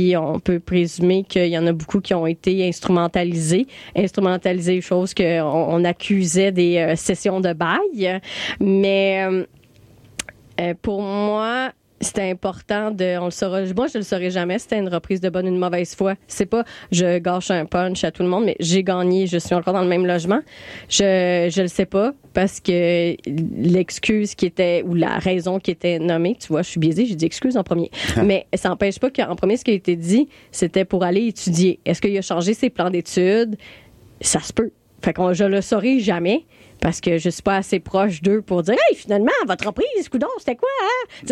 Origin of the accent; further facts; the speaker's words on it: Trois-Rivières, Quebec, Canada; born there; now in Montreal, Canada; Tu sais, moi, je suis née à Trois-Rivières, puis quand je suis arrivée à Montréal